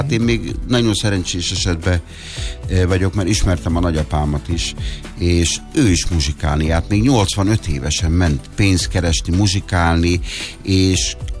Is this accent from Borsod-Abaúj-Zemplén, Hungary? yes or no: yes; Sárospatak, Borsod-Abaúj-Zemplén, Hungary; A nagyapám két hangszeres volt, és ahonnan én származom, Sárospatakról, egy nagyon-nagyon elismert zenész volt